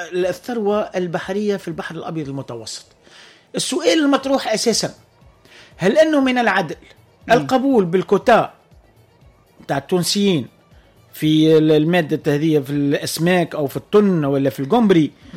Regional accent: Tunisia; وإحنا زاد كذلك كتونسيين نطالبوا به الأنصاف في إدارة الموارد المشتركة

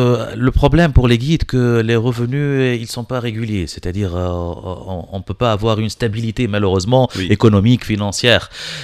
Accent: Tunisia; la période de la basse saison chez nous en Tunisie.

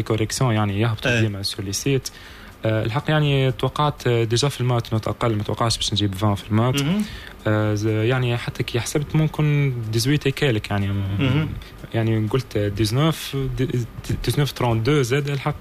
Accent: Gafsa, Gafsa Governorate, Tunisia; منطقتي قفصه اللي يعني الواحد ينتمي لها

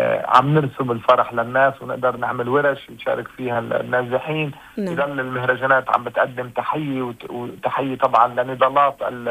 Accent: Lebanon; شارعنا اللبناني والعربي

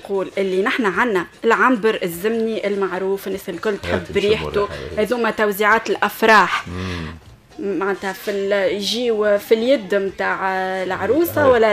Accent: Tunisia; انا تونسيه قريت في المعهد العالي للمحاسبه واداره المؤسسات في منوبه.

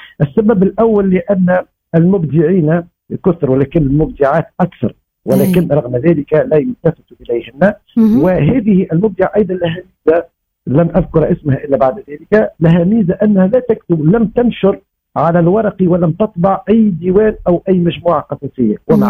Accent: Thala, Kasserine Governorate, Tunisia; تالا فيها ولدت وفيها ومنها يعني فيها عشت وتنفست هواءها وفي مدارسها تعلمت ودرست أبنائها، ولا يمكنني أيضا أن أسيء إليها مهما كانت لأنها مدينتي وحبيبة تحتويني.

